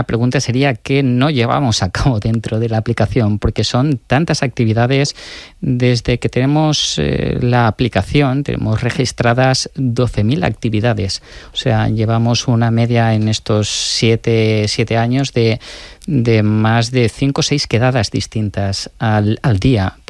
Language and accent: Spanish; Alfara, Valencian Community, Spain; en el chalet familiar, en el pueblo, en mi pueblo Alfar.